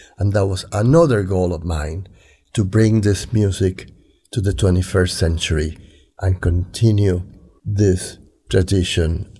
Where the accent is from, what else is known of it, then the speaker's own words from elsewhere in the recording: Puerto Rico; now in -; Having been born and raised in Puerto Rico of French and Spanish parents, and having visited Spain for the first time at the age of 12